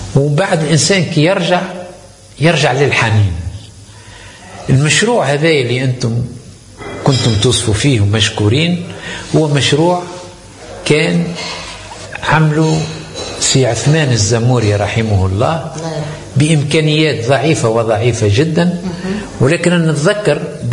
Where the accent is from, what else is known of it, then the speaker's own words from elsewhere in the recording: Zammour, Medenine, Tunisia; احنا في الواقع انا من مواليد هذه المنطقة. انا تولدت في زمور، وبداية دراستي الابتدائية 3 أو 4 سنوات الاولى